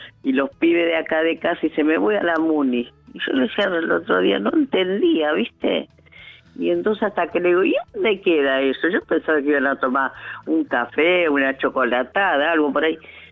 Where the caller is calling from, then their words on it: Chaco, Argentina; yo soy del Chaco